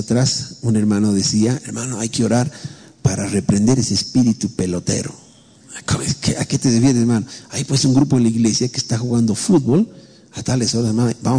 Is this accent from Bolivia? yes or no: yes; Bolivia; Es como nosotros, digamos, como cultura boliviana